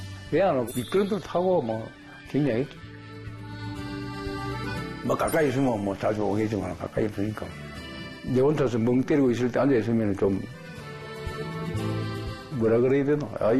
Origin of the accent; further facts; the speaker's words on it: Gyeongsang, South Korea; 경상도 사람으로서